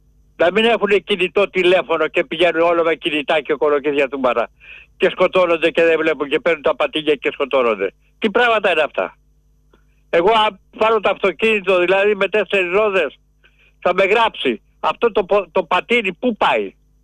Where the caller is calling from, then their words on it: Greece; Είμαι Έλληνας